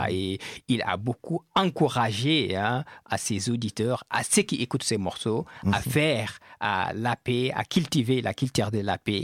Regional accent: Senegal; born there; Et qui est ma région natale, qu'on appelle le Futatoro.

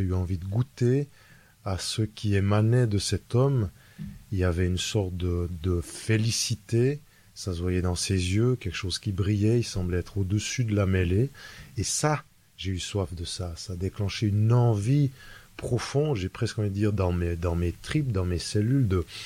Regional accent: Switzerland; born there; je suis né en Suisse, j'ai 46 ans

